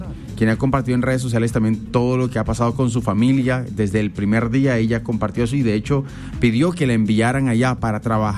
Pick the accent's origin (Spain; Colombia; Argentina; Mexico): Colombia; nos llena de orgullo como colombianos